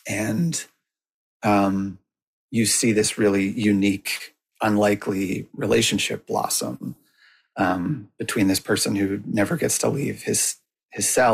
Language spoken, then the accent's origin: English; Woodstock, New Brunswick, Canada; now in New York, United States; as a person who grew up in, you know, Woodstock